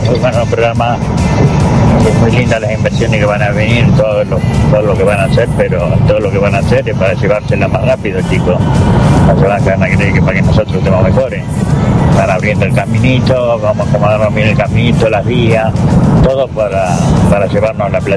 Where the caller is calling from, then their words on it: Pergamino, Buenos Aires Province, Argentina; Les mando un abrazo de … de Pergamino.